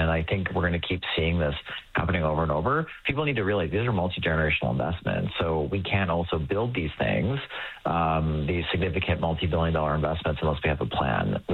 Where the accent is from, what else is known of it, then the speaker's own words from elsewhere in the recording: Edmonton, Alberta, Canada; I'm from Edmonton.